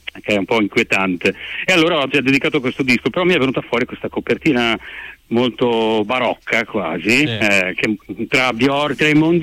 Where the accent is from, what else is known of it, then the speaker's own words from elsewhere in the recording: Treviso, Veneto, Italy; now in Venice, Italy; Siamo di Treviso.